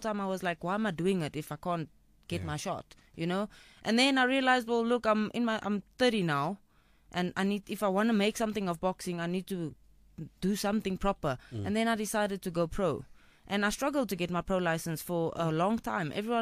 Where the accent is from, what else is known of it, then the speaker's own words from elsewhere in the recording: South Africa; I'm from Fitas. It's actually called Freda Park